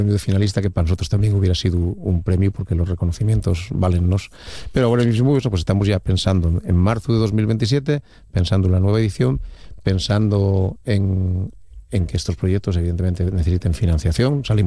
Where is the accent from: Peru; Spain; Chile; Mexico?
Spain; Asturias; Yo siempre digo, desde dentro, soy del Oriente